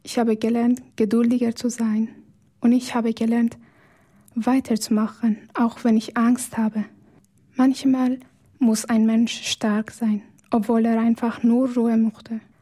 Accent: Afghanistan; German is a second language; now in Switzerland; Ich gehöre nicht mehr ganz zu Afghanistan, aber auch noch nicht ganz hierher.

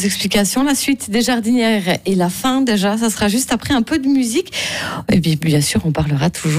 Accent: Switzerland; chez nous, en Suisse

